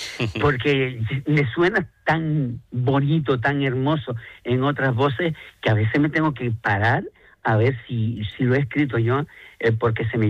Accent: Canary Islands, Spain; celebrar que somos canarios, celebrar que somos gran canarios

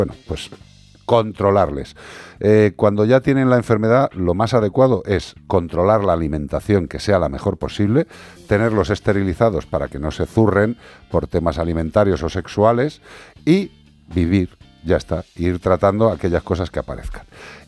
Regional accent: Écija, Andalusia, Spain; Soy de Écija, soy de Sevilla

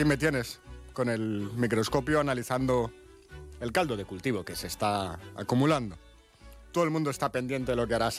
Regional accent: Spain; A ver si así, pues como en Argentina, los españoles nos partimos la cara y se genera una situación que permita cualquier cosa.

